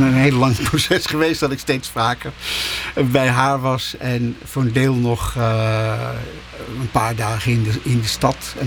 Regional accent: Utrecht, Netherlands; accent: Dutch; now in Belgium; Ik heb natuurlijk een verschrikkelijk Nederlands accent. Mensen horen altijd, niet alleen dat ik uit Nederland kom, maar de meeste mensen horen ook direct dat ik uit de buurt van Utrecht kom.

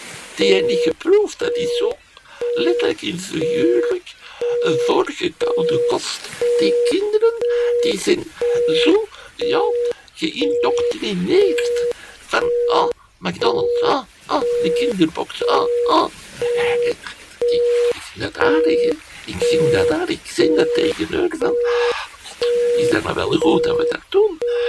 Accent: Belgium; Alleen, als Belg moet er maar geen slechte frietjes serveren.

